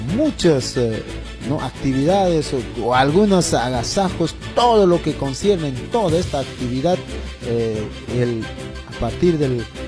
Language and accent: Spanish; Ricrán district, Junín, Peru; born there; moved away; Esto se trata de una organización de mi pueblo, de donde me vio nacer.